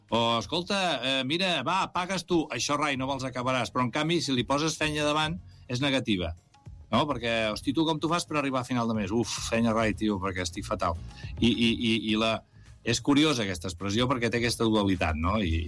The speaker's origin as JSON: {"language": "Catalan", "town": "Valls", "region": "Catalonia", "country": "Spain", "said": "nosaltres tots som de Valls, per tant ens coneixíem, teníem referències"}